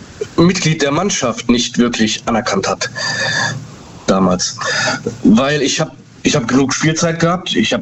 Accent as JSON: {"language": "German", "town": "Dortmund", "region": "North Rhine-Westphalia", "country": "Germany", "said": "Aus Dortmund."}